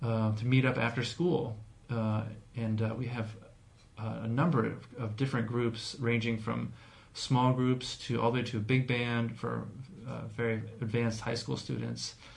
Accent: Berkeley, California, United States; moved away as an adult; I'm just a Bay Area person. I grew up here in Berkeley and moved away for a while, did some things in different parts of the country. But I'm back here

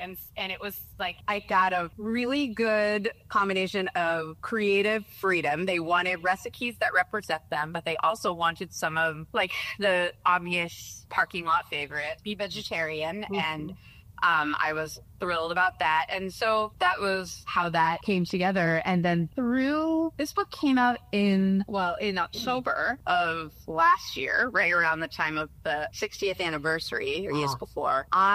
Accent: Sonoma County, California, United States; I was 12 when … or maybe 13, when … died. Mm-hmm. I grew up in Sonoma County, and my parents were not Deadheads

